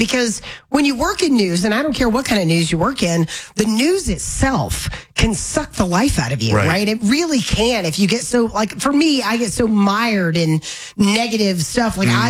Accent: Florida, United States; moved away; I'm from Florida and we have flying roaches.

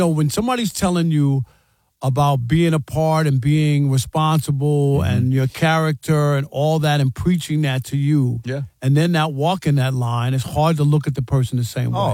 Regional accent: Queens, New York, United States; If you're a Jets fan, I grew up in Queens. I used to go to Jets games at Shea Stadium.

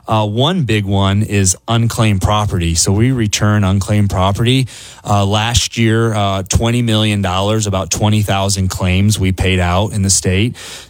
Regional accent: Fremont, Nebraska, United States; I grew up in Fremont, Nebraska, born and raised, and it was an honor to serve as mayor of my hometown from 20 to 25.

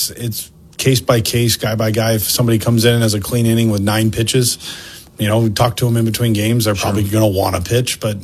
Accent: California, United States; Maybe not since high school, growing up in California with the heat index and the smog.

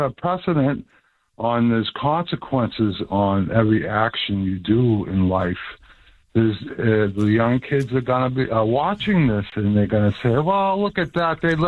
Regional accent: Boston, Massachusetts, United States; I grew up in South Boston

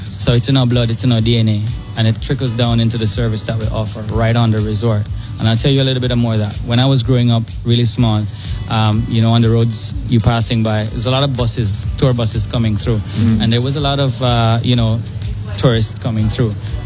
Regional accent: Jamaica; I'm Jamaican 100%.

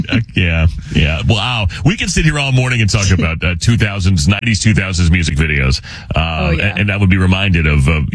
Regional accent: Arizona, United States

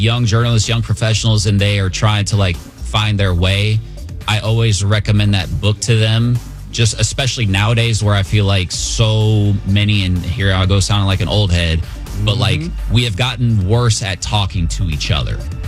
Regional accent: Atlanta, Georgia, United States; And I love … Like, I'm from Atlanta. Like, those are my guys.

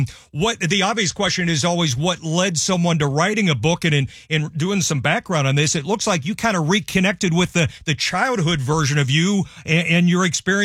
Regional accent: Ashland, Kentucky, United States; born there; I was born in Ashland, Kentucky. My granny lived in West Liberty, Kentucky

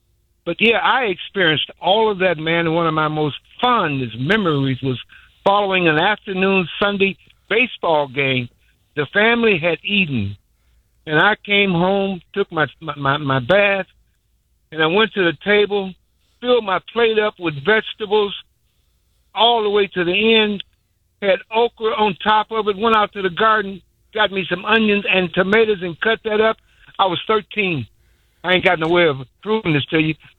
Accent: Indiana, United States; growing up in Indiana. I used to have to go pick the fruit, go pick the beans.

